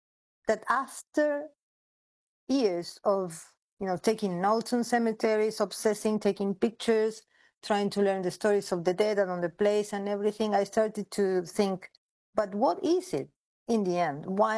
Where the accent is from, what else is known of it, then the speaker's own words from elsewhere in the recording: Buenos Aires, Argentina; first language Spanish; English is a second language; No, it was mostly in translation, because in Buenos